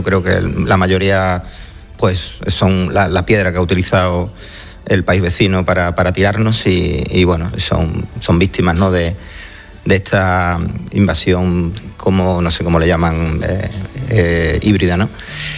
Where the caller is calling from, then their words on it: Ceuta, Spain; somos de Ceuta